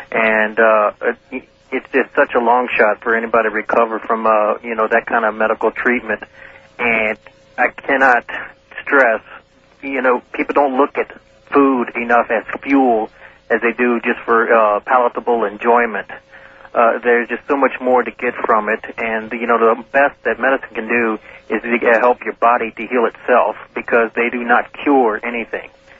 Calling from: New Orleans, Louisiana, United States; in New Orleans.

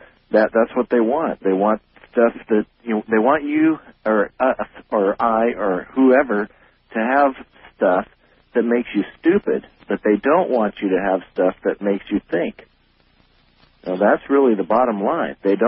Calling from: Fresno, California, United States; from Fresno, California.

